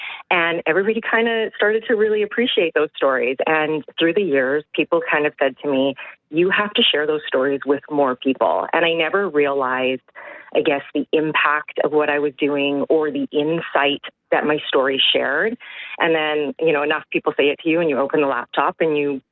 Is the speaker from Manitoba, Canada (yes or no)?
yes; Winnipeg, Manitoba, Canada; I am a Canadian dance judge, and I am a super proud Winnipegger.